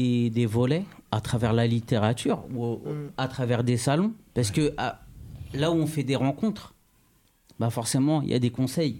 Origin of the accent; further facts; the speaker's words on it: Trappes, Île-de-France, France; parce que je viens de Trappe